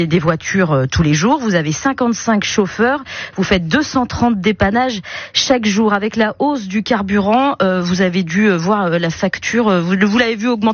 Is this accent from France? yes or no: yes; France; chez nous en France.